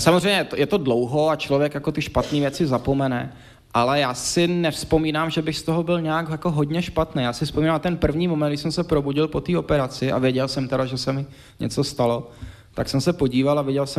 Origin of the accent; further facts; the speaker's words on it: Prague, Czechia; to se mi povedlo v 11 letech, kdy jsem přecházel u nás v Praze u fotbalového stadionu Sparty tu velkou hlavní silnici